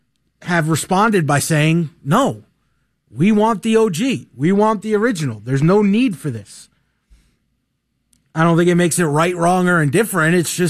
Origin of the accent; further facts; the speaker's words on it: New York, United States; now in Atlanta, United States; 92.9 The Game, my new home in Atlanta, but of course you all know I'm from New York, so I always get the tea and the scuttlebutt what's going on with my teams that I grew up watching.